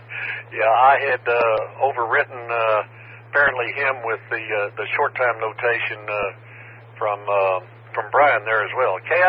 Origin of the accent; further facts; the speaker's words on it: Texas, United States; I'm somewhat familiar with the effects of dust growing up in West Texas.